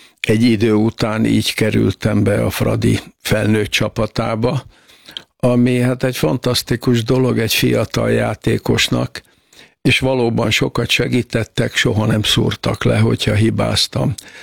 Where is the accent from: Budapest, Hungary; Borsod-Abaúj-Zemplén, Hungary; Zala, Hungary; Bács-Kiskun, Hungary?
Bács-Kiskun, Hungary; Tiszaalpár; moved away; én Alpáron születtem, bár ma már Tisza Alpár, ugye egyesült a mellette levő kis településsel, Tiszaújfaluval, de én valóban alpári vagyok.